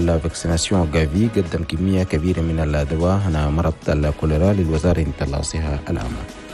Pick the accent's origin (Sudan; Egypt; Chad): Chad; بلدنا تشاد